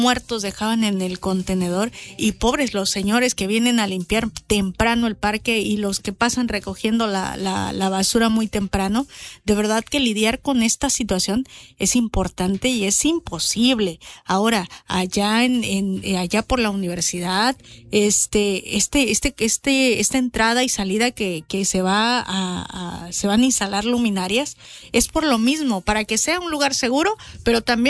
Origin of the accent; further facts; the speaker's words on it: Mapastepec, Chiapas, Mexico; somos buenos mapanecos o somos muy buenos mexicanos